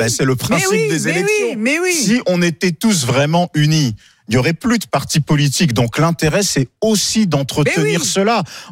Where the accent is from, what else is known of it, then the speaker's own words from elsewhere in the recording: France; je suis français afro-descendant.